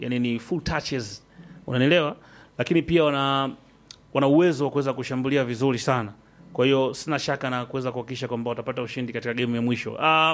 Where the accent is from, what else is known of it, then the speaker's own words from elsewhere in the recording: Tanzania; Sisemi kwa sababu mimi ni Mtanzania